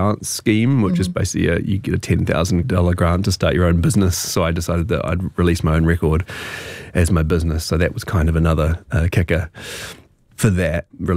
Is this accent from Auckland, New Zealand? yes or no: no; Christchurch, Canterbury, New Zealand; moved away; doing it in my hometown